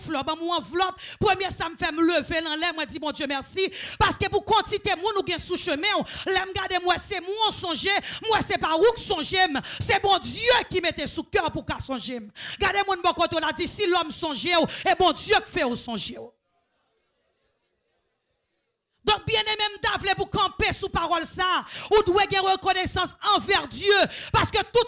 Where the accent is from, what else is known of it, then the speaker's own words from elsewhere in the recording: Haiti; Chez nous en Haïti